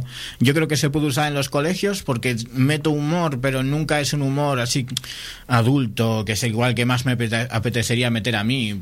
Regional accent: Laredo, Cantabria, Spain; pues yo soy de Laredo

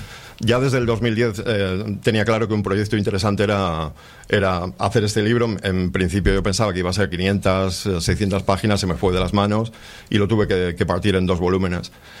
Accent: Santoña, Cantabria, Spain; ha cambiado el viento en mi pueblo

